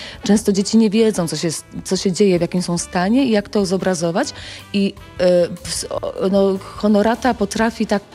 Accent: Rabka-Zdrój, Lesser Poland, Poland; born there; Ja też jestem urodzona w Rabce Zdroju, tutaj w Rabce mam rodzinę i jak na co dzień żyję z tą społecznością.

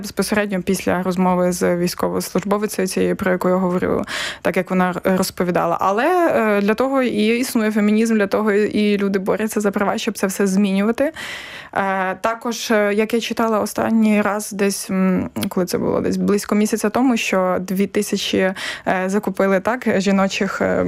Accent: Volyn Oblast, Ukraine; я з Волинської області

